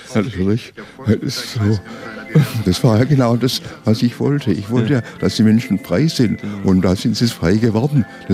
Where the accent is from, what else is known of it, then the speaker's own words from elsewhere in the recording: Berlin, Germany; Also ich bin Berliner, also ich gehöre nach Be